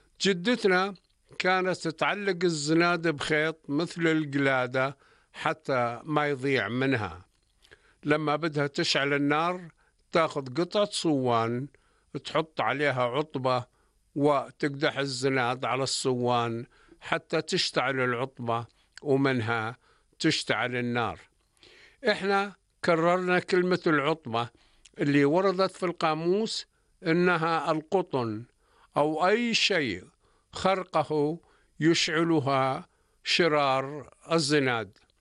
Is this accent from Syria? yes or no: no; Jordan; حياة جدودنا الأردنيين الأوائل